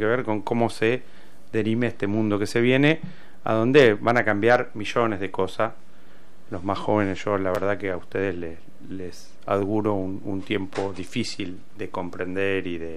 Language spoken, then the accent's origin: Spanish; Argentina; Como Argentina le declaramos la guerra.